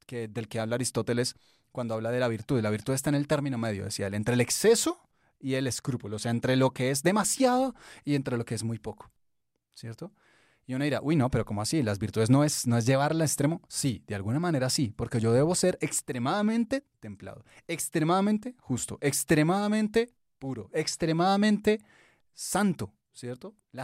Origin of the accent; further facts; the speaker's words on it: Colombia; este querido pueblo colombiano del cual todos nosotros hacemos parte